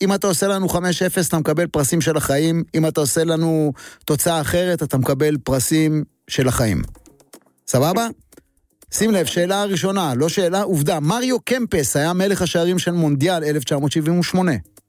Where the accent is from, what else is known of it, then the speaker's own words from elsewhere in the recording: Rishon LeZion, Central District, Israel; גדלתי בראשון, גרתי שם.